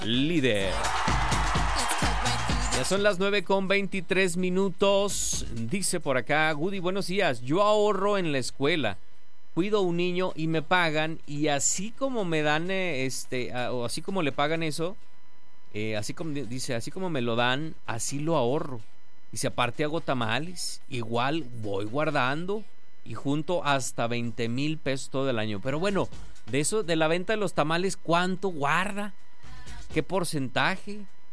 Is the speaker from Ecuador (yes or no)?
no; Mexico; Pues me quiero esperar como buen mexicano a ver qué.